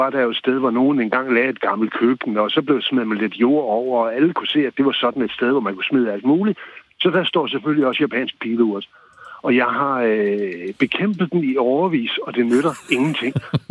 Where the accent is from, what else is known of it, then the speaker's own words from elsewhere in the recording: North Denmark Region, Denmark; her i Nordjylland, hvor jeg kommer fra